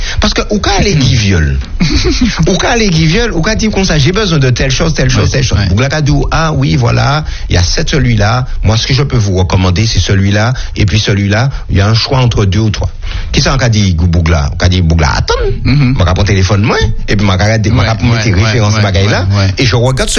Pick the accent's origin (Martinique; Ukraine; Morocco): Martinique; Eh bien, nous sommes chez nous en Martinique, et puis nous sommes capables de commander en Chine